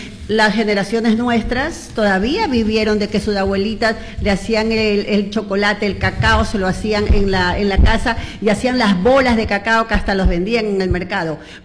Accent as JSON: {"language": "Spanish", "town": "Guayaquil", "region": "Guayas", "country": "Ecuador", "tie": "born or raised there", "also_born_or_lived": "Ambato", "moved": "yes", "lives_now": "Manabí, Ecuador", "said": "yo soy ambateña, la gente nunca cree, ni me ve, ni fisonomía, ni cómo hablo, porque me crié en Guayaquil toda mi vida, pero soy ambateña y no puedo negar mis raíces"}